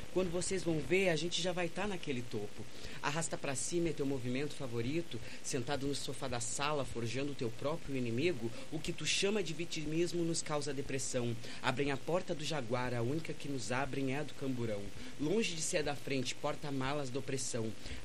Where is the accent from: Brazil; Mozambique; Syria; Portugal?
Brazil; Eu também sou da Santa Terezinha, né? Aí a gente se cria em lugares que a Santa Terezinha, eu digo, não é uma periferia